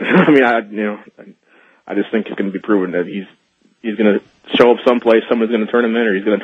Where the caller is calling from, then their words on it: Minnesota, United States; I'm from Minnesota.